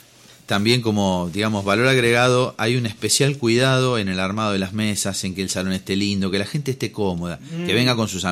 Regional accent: Tres Arroyos, Buenos Aires Province, Argentina; Somos toda gente de Tres Arroyos, todos vecinos de la ciudad

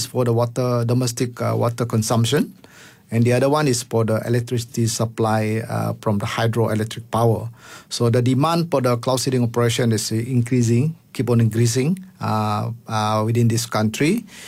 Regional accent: Sarawak, Malaysia; I come from Sarawak

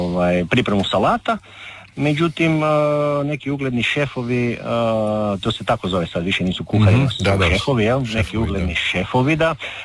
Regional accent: Primorje-Gorski Kotar County, Croatia

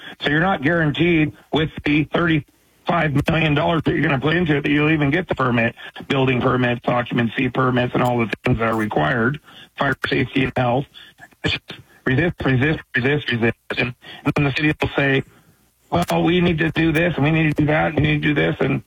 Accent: Portland, Oregon, United States; born there; I love Portland. I was born in the West Hills, and of course, I want to give my life and my spirit back to Portland where I was born

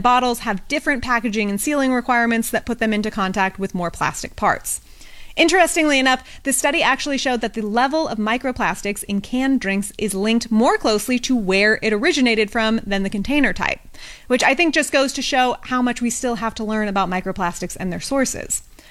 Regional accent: California, United States; my home state of California

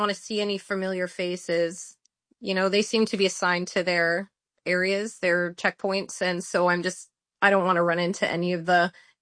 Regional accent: Canada; moved away as an adult; also born or lived in Australia / New Zealand

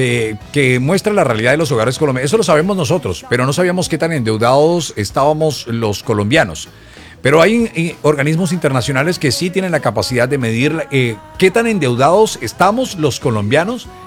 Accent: Colombia; porque como buenos colombianos, a última hora, estamos haciéndolo todo.

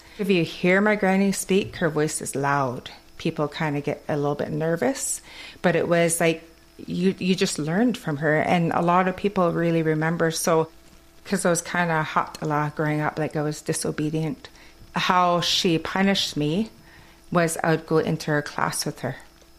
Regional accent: British Columbia, Canada; accent: Kwakwala; my accent from Kwakwala goes into English.

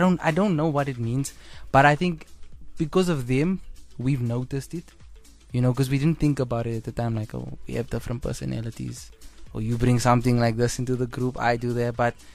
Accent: Johannesburg, Gauteng, South Africa; El Dorado Park.

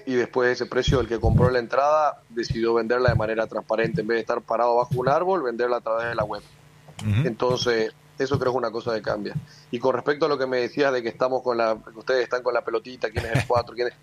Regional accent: Salta, Argentina; also born or lived in China; now in United States; Yo soy de Salta, imagínate. O sea, en el norte es mucho más complicado que en Buenos Aires incluso.

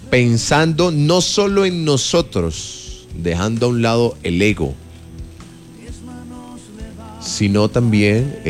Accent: Colombia; Colombia sigue siendo nuestro hogar

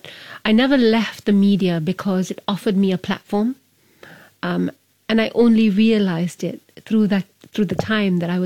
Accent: Singapore; And, being properly Singaporean.

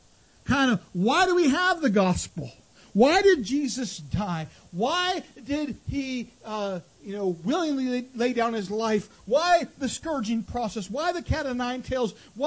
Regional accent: Temecula, California, United States; back yonder when I grew up in Temecula, California, it was a small town.

